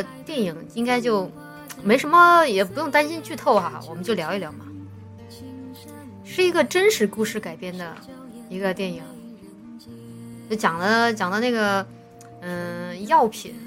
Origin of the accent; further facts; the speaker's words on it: Chongqing, China; accent: Chongqing dialect; 我们重庆话里说科研，搞科研